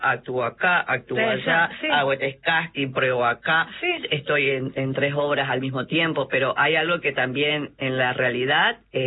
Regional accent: Chaco, Argentina; born there; si bien yo nací en el Chaco, mi papá todo el tiempo iba a Paraguay, iba y venía, tenía la sangre guaraní de parte de él.

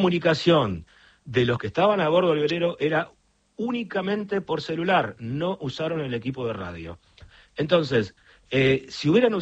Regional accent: Argentina; also born or lived in Uruguay; Bueno, mi licencia es de cuando yo soy argentino, de cuando yo vivía en Uruguay.

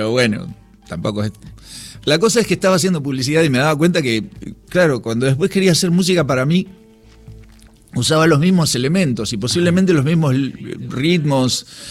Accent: Grand Bourg, Buenos Aires Province, Argentina; Y a eso, sumado a que yo soy de Granbur, que es un lugar del conurbano, donde había muchas colectividades, pero una muy fuerte era la santiagueña y correntinos.

